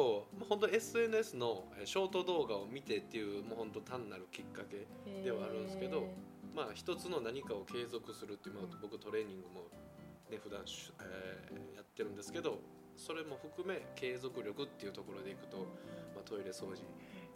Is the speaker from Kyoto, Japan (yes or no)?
yes; Kyoto, Japan; accent: Kansai dialect; 僕京都出身で、うん、京都育ちで、もうずっと京都で育って今も京都に住んでるんですけど、